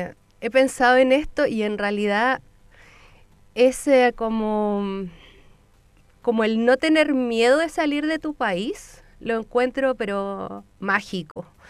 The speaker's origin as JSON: {"language": "Spanish", "country": "Chile", "said": "nosotros como chilenos"}